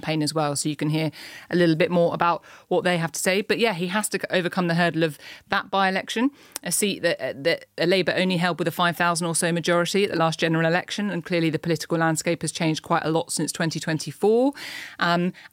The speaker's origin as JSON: {"language": "English", "town": "Portsmouth", "region": "South East England", "country": "United Kingdom", "tie": "born or raised there", "said": "I grew up in Portsmouth."}